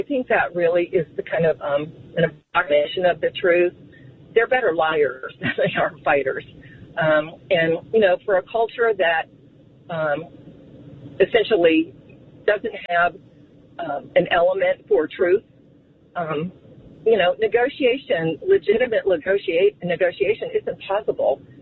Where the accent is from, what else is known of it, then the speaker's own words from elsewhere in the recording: United States; it's okay with me, you know, as an American citizen, to have the president going